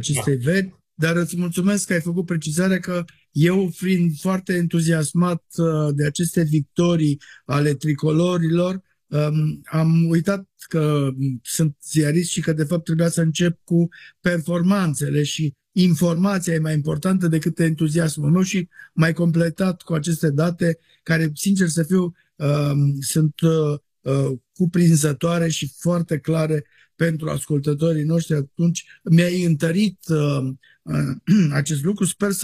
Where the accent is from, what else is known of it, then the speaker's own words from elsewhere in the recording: Banat, Romania; Evident, ca bănățean